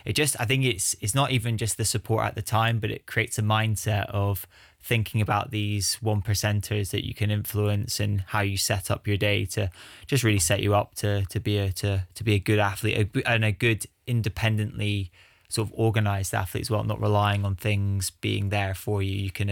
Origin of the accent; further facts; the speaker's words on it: Luxembourg; now in Scotland, United Kingdom; I'm from Luxembourg.